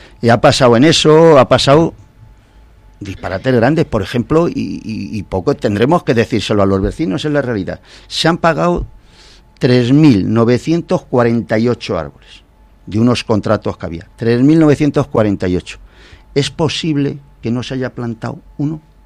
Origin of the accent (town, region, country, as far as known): Moralzarzal, Community of Madrid, Spain